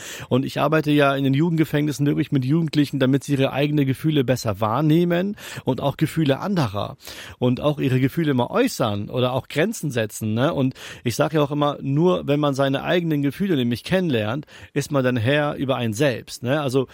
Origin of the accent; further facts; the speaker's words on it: Henstedt-Ulzburg, Schleswig-Holstein, Germany; born there; accent: Hochdeutsch; Ich habe zwar pakistanische Wurzeln, aber ich bin hier in Hensch-Ulzburg geboren, 88. Ich spreche Hochdeutsch.